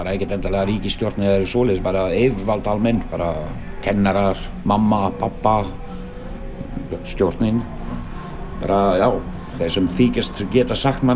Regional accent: Belgium; Icelandic is a second language; now in Iceland

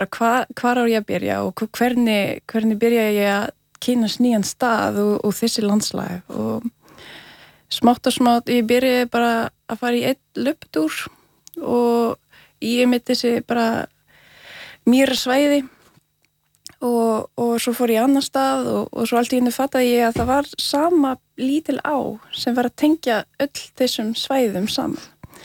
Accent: southern France, France; Icelandic is a second language; now in Iceland; ég er frá Frakklandi, það er ekki mjög langt frá Belgju, en ég er frá Suður Frakklands, það er allt öðruvísi landslag.

